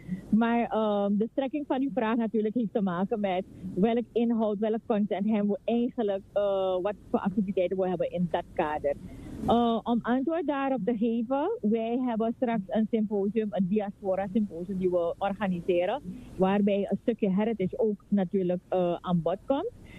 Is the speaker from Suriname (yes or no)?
yes; Suriname